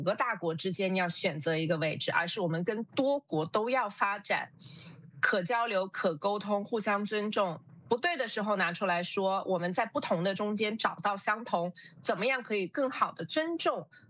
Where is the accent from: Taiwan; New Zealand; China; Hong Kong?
New Zealand; 我们保护好自己新西兰国家利益和我们新西兰人民的利益